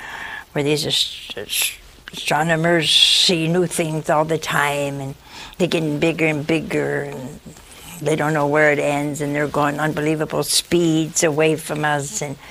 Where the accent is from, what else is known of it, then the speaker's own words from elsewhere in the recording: Ohio, United States; now in Hansville, United States; we came from Ohio. We've been here almost 40 years. And I said, I have people here I love, but I didn't know them in Ohio.